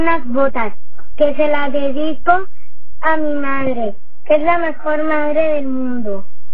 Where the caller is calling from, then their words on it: Valencian Community, Spain; Tengo 8 años. Y soy de Betra, Valencia.